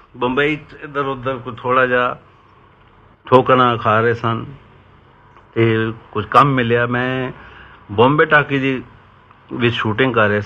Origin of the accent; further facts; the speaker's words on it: Punjab, India; ਮੈਂ ਕਿਹਾ ਸਰਦਾਰ ਜੀ ਮੈਂ ਪੰਜਾਬੀ ਹਾਂ, ਮੈਂ ਐਕਟਰ ਹੈਗਾ।